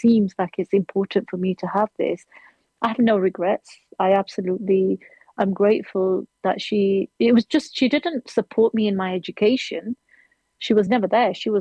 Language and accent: English; Sheffield, Yorkshire and the Humber, United Kingdom; now in Luton, United Kingdom; I am now living in Luton and I am from Sheffield